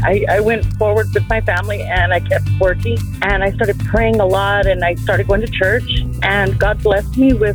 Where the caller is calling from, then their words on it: Maricopa, Arizona, United States; I'm calling from Maricopa, Arizona.